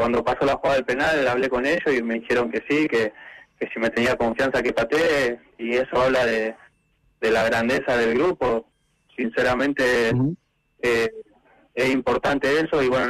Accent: Quilmes, Buenos Aires Province, Argentina; Yo de Buenos Aires, de Quilmes.

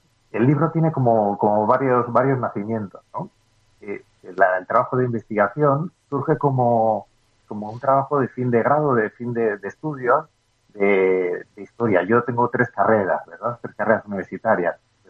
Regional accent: Basque Country, Spain; trabajo en Castola, digo, soy vasco

